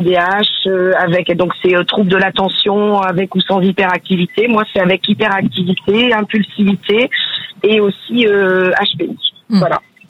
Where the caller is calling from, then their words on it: Blanzay, Nouvelle-Aquitaine, France; de Civray dans la Vienne, bon, enfin, Blanzais exactement.